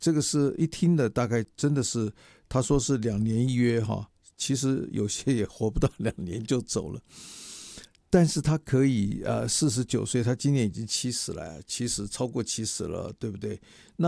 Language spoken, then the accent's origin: Chinese; Taiwan; 身为台湾人啊，中华民国在台湾啊